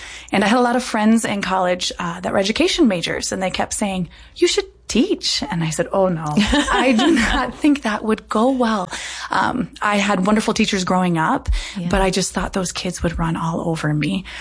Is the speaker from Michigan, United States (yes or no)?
no; Colton, South Dakota, United States; So I grew up in Colton, South Dakota, small town, and grew up attending St. Joseph the Workman right outside of Colton there.